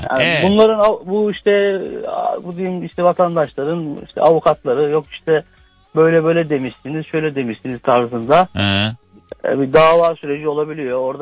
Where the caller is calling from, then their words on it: Zonguldak, Turkey; Merhabalar, Zonguldak'tan